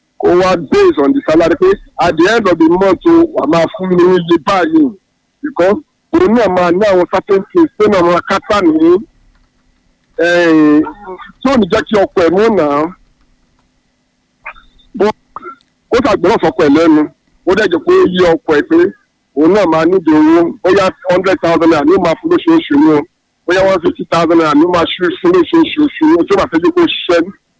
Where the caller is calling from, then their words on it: Lagos, Nigeria; I'm calling from Ikoyi.